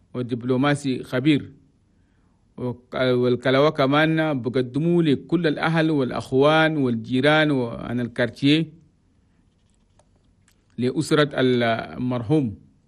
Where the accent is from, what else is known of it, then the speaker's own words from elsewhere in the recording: Chad; أنا بلنا تشاد بلد توماي، نقول لكم مساء جميل من الإذاعة الوطنية التشادية من العاصمة انجمينا.